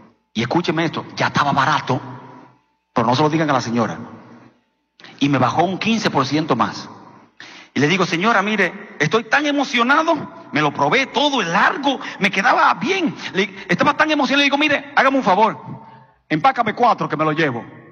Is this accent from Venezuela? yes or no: no; Dominican Republic; Igualmente en mi país, República Dominicana le vende alimentos a Haití y Haití le vende a República Dominicana ropa, productos